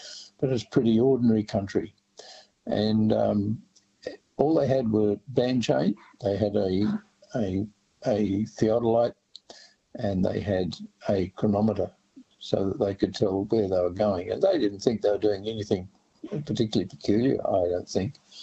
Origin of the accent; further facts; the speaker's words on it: Sydney, New South Wales, Australia; We grew up in on the North Shore in West Pymble